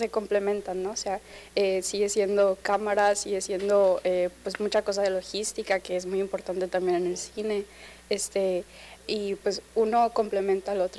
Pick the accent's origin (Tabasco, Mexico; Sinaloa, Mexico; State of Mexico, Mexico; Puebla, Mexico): Tabasco, Mexico; moved away as an adult; yo soy de aquí, yo soy tabasqueña